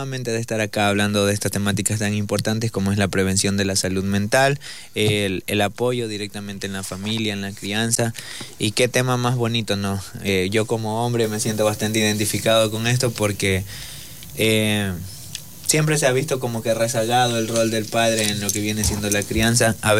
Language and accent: Spanish; Manabí, Ecuador; pues yo vengo de Manabí, yo he visto esto en Quito, en Manabí, en Santo Domingo